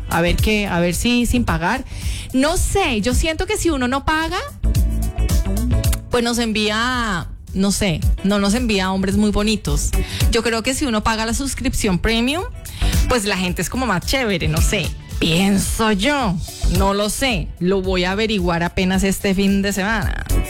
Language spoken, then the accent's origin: Spanish; Colombia; Yo que soy colombiana se los digo.